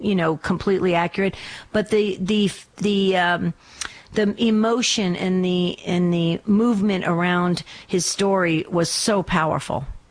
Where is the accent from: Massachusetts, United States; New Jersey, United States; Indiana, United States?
New Jersey, United States; I know I miss my New Jersey days. I grew up in northern New